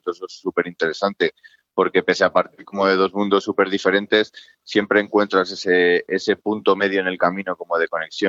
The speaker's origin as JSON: {"language": "Spanish", "town": "Valladolid", "region": "Castile and León", "country": "Spain"}